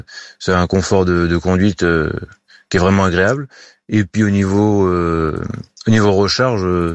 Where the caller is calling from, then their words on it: Bordeaux, Nouvelle-Aquitaine, France; je suis sur Bordeaux